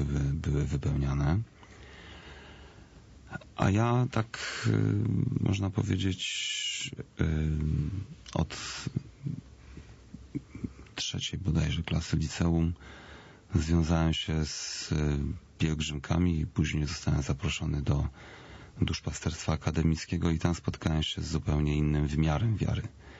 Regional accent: Łódź Voivodeship, Poland; Ja wzrastałem w małym mieście pod Łodzią. Miasto to gdzieś około 50-60 tysięcy mieszkańców.

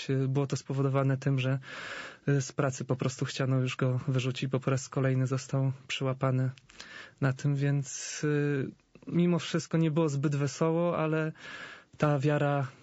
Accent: Warmian-Masurian Voivodeship, Poland; Pochodzę z Mazur, wychowywałem się w rodzinie wielodzietnej.

